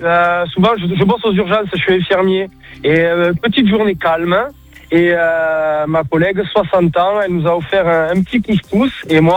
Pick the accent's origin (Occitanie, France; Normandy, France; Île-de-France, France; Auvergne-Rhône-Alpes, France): Occitanie, France; Béziers; Eh ben, je suis de Béziers, tranquille, le soleil, le beau temps.